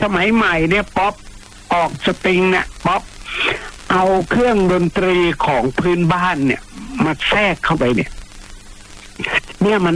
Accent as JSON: {"language": "Thai", "region": "Ang Thong", "country": "Thailand", "tie": "born there", "also_born_or_lived": "Na Thawi, Songkhla", "said": "ผมเกิดอ่างทองไงแต่ว่าผมเคยไปอยู่ที่นาทวีมาน"}